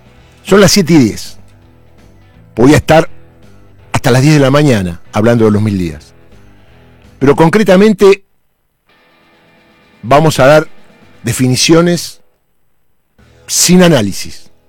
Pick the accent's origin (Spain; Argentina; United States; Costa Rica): Argentina; la sociedad argentina